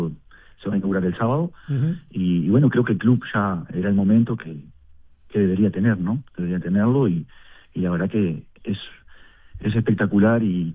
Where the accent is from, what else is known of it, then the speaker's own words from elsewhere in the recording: Uruguay; moved away; yo soy de Nolia con mucho orgullo.